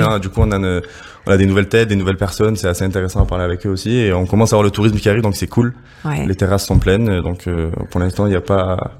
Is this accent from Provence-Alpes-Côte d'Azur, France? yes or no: yes; Marseille, Provence-Alpes-Côte d'Azur, France; je suis marseillais avant tout, donc on sera français.